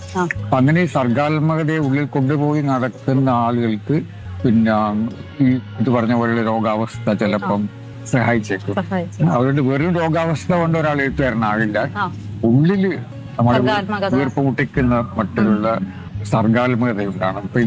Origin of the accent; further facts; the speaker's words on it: Mahe, Puducherry, India; മയ്യഴി എൻ്റെ ഉള്ളിലുണ്ട്, ഞാൻ മയ്യഴിക്കാരനാണ്, അത് ഞാൻ ഒരിക്കലും മറക്കില്ല. ഇപ്പൊ എവിടെ പോയാലും തിരിച്ചു വരാൻ ഒരു സ്ഥലം വേണം, അത് മയ്യഴിയാണ്. അവിടെ ഞാൻ തിരിച്ചെത്തും, എത്ര എത്ര ദൂരെ പോയാലും എത്ര വലിയ യാത്രകൾ നടത്തിയാലും ഞാൻ നിലനിൽക്കുന്നത് അവിടെയാണ്, മയ്യഴിയിലാണ്.